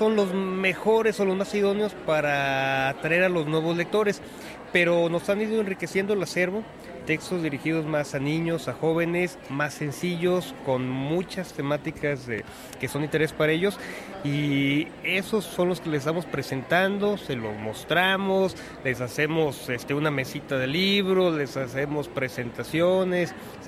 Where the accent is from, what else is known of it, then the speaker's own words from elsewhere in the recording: Lagos de Moreno, Jalisco, Mexico; soy de Lagos de Moreno, Jalisco.